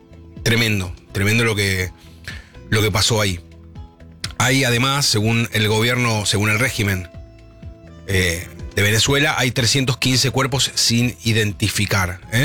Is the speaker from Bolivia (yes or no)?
no; González Catán, Buenos Aires Province, Argentina